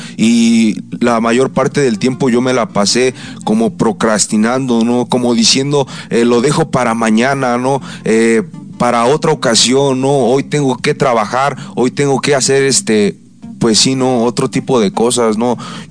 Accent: Toluca, State of Mexico, Mexico; Yo soy de Toluca, llego a una agrupación de Toluca, ¿no?

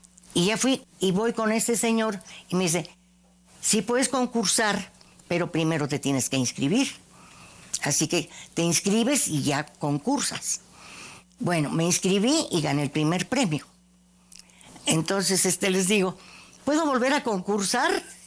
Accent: Cárdenas, San Luis Potosí, Mexico; born there; Yo nací en 1927, tengo 91 años. … Nací en Cárdenas, San Luis Potosí. Es un lugar de ferrocarril importante. Mi papá era ferrocarrilero.

